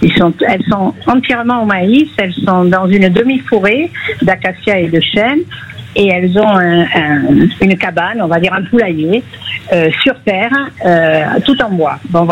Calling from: Saint-Laurent-Médoc, Nouvelle-Aquitaine, France; Je suis dans la Nouvelle-Aquitaine, je suis à Saint-Laurent-du-Médoc.

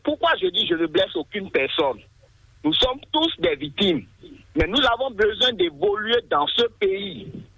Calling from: Benin; la population béninoise que nous sommes

